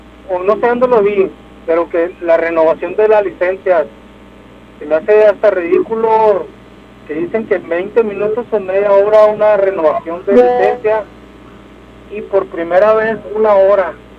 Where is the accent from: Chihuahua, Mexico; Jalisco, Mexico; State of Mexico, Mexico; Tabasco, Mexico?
Chihuahua, Mexico; Ciudad Juárez; now in El Paso, United States; o sea, yo soy de Juárez, ustedes son de Juárez, hemos manejado acá en El Paso